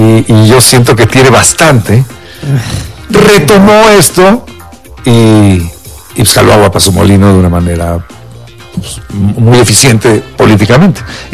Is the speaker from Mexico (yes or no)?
yes; Mexico; Creo que estamos muy bien representados como mexicanos